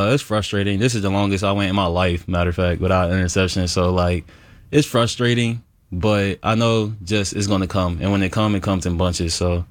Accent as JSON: {"language": "English", "region": "New Jersey", "country": "United States", "said": "I'm from South Jersey. I'm from 2.5 hours south."}